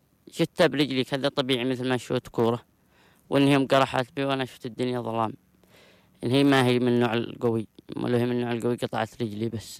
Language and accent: Arabic; Sirwah, Marib, Yemen; born there; عمري 17 سنة، من مواليد صرواح، أدرس في الصف الثامن